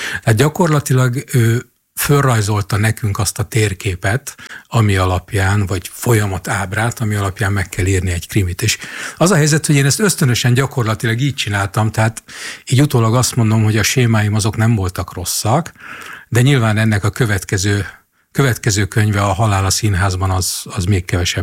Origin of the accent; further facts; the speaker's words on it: Jászberény, Jász-Nagykun-Szolnok, Hungary; Persze, hát én Jászberényi gyerek vagyok